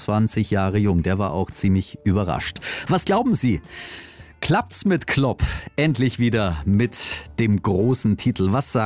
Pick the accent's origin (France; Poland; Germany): Germany; Swabia; ein bisschen was sparen als Schwabe, oder? Das machen ja, wir doch, wir Schwaben.